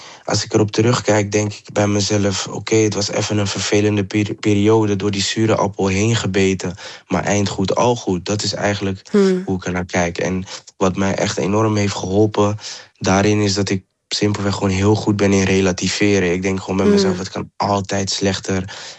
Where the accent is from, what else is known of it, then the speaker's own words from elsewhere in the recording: Amsterdam, North Holland, Netherlands; omdat ik oorspronkelijk van Amsterdam ben, werd ik overgeplaatst naar een crisisopvang in Amsterdam. Daar heb ik even verbleven en toen mocht ik begeleid gaan wonen